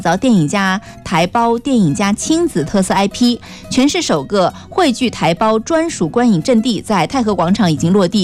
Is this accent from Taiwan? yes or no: no; Taiyuan, Shanxi, China; now in Fuzhou, China; 我是太原